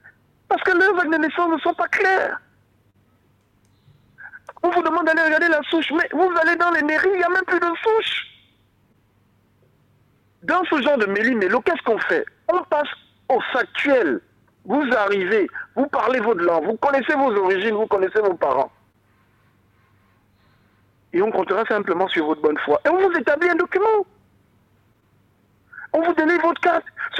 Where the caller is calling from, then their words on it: Gabon; on est Gabonais d'abord dans l'âme.